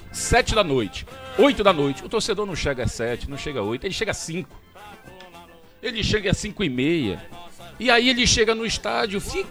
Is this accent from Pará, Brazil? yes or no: yes; Pará, Brazil; como bons paraenses que nós somos